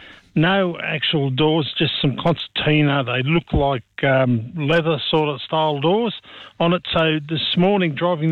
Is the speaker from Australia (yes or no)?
yes; New South Wales, Australia; I grew up in the Bill Connon region and went to Canberra High School.